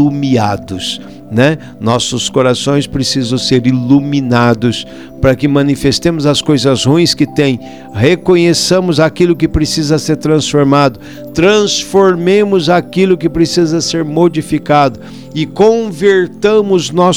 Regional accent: Brazil; accent: caipira; Como bom caipira, trupica

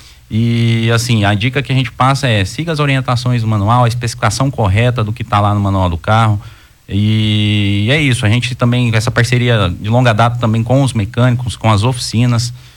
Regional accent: São Paulo, Brazil; now in Goiânia, Brazil; Bom, eu sou paulista, né?

